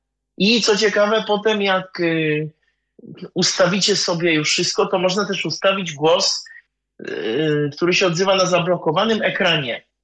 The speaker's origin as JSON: {"language": "Polish", "country": "Czechia", "said": "Jako, że jestem z Czech, to telefon mam po czesku"}